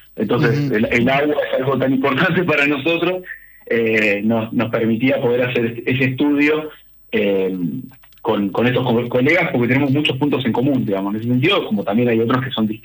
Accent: Colón, Entre Ríos, Argentina; me presentabas como de Colón, ¿no?, que es de donde soy residente y viví buena parte de mi vida. Yo vivo muy cerca del puerto

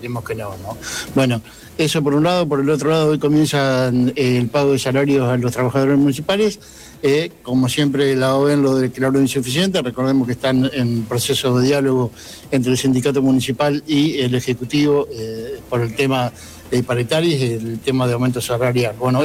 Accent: Argentina; la violencia la hemos vivido mucho aquí en nuestro país

